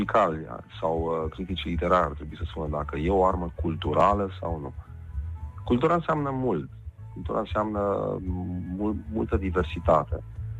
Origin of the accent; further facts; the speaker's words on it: Transylvania, Romania; Eu sunt ardelean, ca și tine și ca mulți care ne ascultă acum.